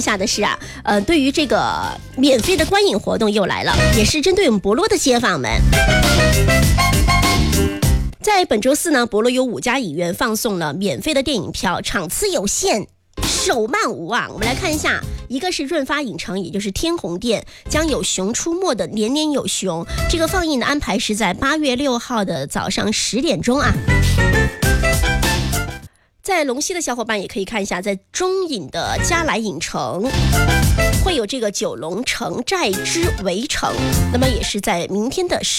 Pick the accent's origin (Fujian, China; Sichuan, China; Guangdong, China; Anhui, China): Guangdong, China